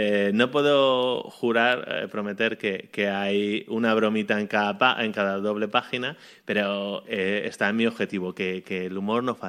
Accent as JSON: {"language": "Spanish", "town": "Madrid", "region": "Community of Madrid", "country": "Spain", "also_born_or_lived": "Jerez", "moved": "as an adult", "lives_now": "Germany", "said": "cuando me fui a Alemania, o sea, yo soy de Madrid, en Madrid, bueno, en Jerez, porque tengo muchos amigos de Jerez, porque mi familia es de allí"}